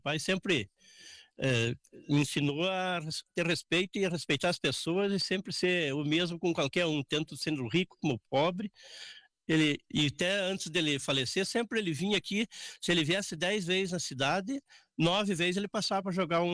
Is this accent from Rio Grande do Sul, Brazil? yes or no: yes; Soledade, Rio Grande do Sul, Brazil; born there; Nasci no Capão Rico ali em Santa Terezinha.